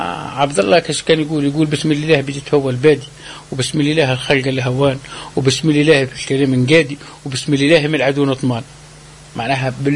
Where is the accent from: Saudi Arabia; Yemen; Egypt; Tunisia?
Tunisia; عندنا في مارس